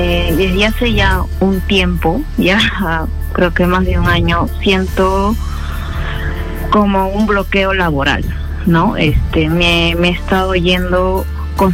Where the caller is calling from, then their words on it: Arequipa, Peru; Llamo de la ciudad de Arequipa.